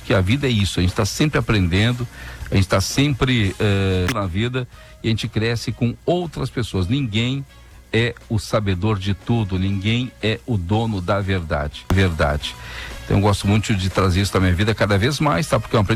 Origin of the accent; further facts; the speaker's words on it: Porto Alegre, Rio Grande do Sul, Brazil; Me criei ali no Nonoai